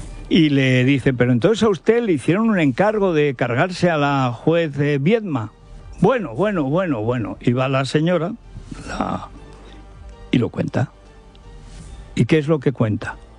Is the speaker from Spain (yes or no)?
yes; Orihuela del Tremedal, Aragon, Spain; Pues es precioso por toda la parte de Tramacastilla, Orihuela, mi pueblo y tal.